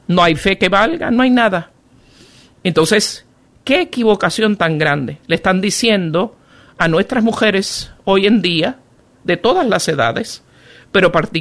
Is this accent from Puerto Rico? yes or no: yes; Puerto Rico; yo soy nativa de Puerto Rico.